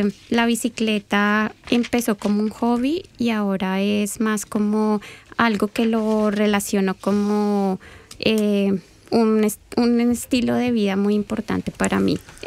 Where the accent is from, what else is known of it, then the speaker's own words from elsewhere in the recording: Colombia; moved away; cuando yo llegué aquí, no había la comunidad tan grande como la hay ahora. De hecho, yo decía, soy colombiana